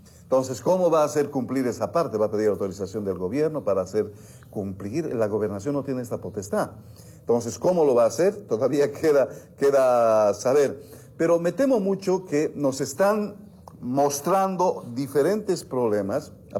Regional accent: Bolivia; ¿Y cómo nos han dejado a los bolivianos con estas deudas?

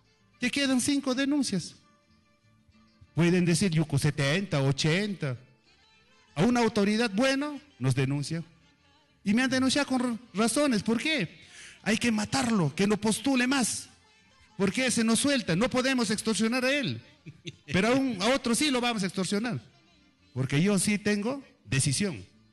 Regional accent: Fitzcarrald Province, Ancash, Peru; los hijos fitzcarralinos queremos el desarrollo de esta hermosa provincia.

